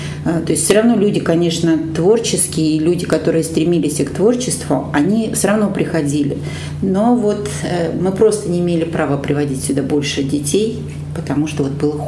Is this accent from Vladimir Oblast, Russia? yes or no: no; Novye Eltsy, Tver Oblast, Russia; Родилась я в Новой Ельце. Это усадьба Толстых, недалеко от города Осташково.